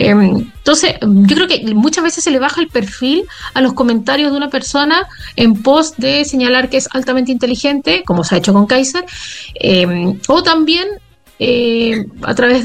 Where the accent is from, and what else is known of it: Chile